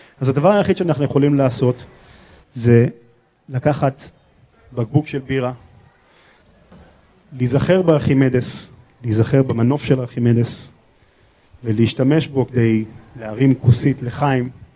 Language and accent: Hebrew; Hadera, Haifa District, Israel; אז אני הכרתי אותו כילד בשם טכנודה, אני הסתובבתי פה מאות פעמים בתור ילד. זה חלק מנוף ילדותי.